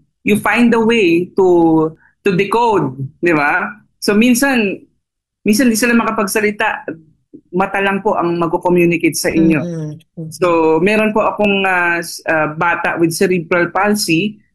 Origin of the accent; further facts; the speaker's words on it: Cainta, Rizal, Philippines; Diyan po sa lighthouse sa Cainta. E, taga Cainta po ako, so madali lang pumunta.